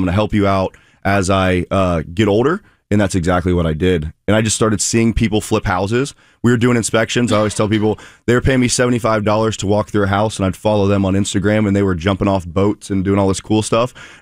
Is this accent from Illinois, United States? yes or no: no; Pickerington, Ohio, United States; also born or lived in Dayton, United States; Yeah, so I'm born and raised in Columbus, Pickerington. I went to Pickerington North, graduated in 2013.